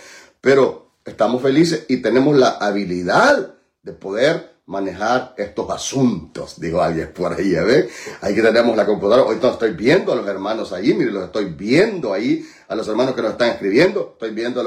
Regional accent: Chilcuyo, El Salvador; Ya usted sabe dónde nací yo, allá en Cantón Chilcuyo. Usted ya sabe que ahí nací. No había luz eléctrica, no había agua potable, no habían baños.

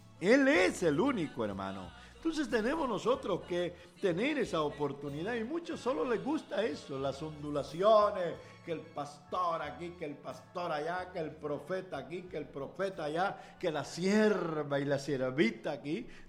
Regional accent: El Salvador; A buen hablado de lo que somos los salvadoreños

